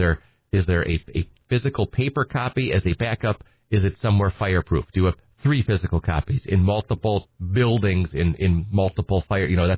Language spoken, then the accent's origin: English; Edgar, Wisconsin, United States; also born or lived in Minneapolis, Minnesota; now in Wausau, United States; I'm from Edgar originally, and, you know, good hometown Wisconsin Badger. My undergrad is from Madison, but I'm from Edgar. I wanted to see what it was like to live in a big city.